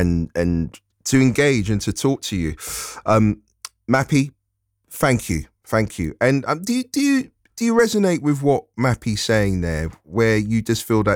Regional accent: London, United Kingdom; So I'm a Londoner.

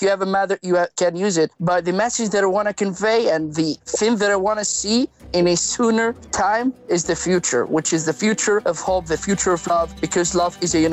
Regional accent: Gaza Strip, Palestine; I am 23 years old and I'm from Gaza Strip.

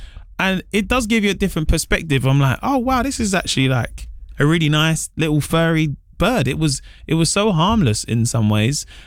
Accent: London, United Kingdom; I come from London. I grew up in a working class environment on an estate

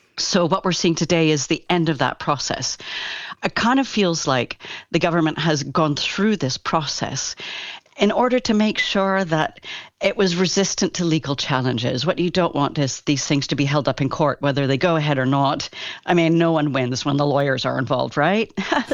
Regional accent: Kelowna, British Columbia, Canada

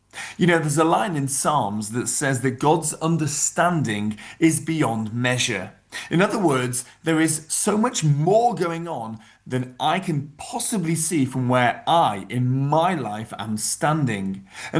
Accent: England, United Kingdom; I am English speaking. I am a proud English rabbi of a large English synagogue here in England.

